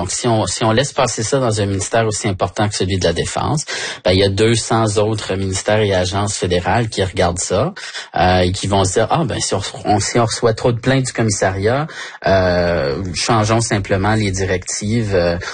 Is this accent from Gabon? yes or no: no; Ontario, Canada; moi, je suis un franco-ontarien. J'habite en milieu minoritaire depuis toujours.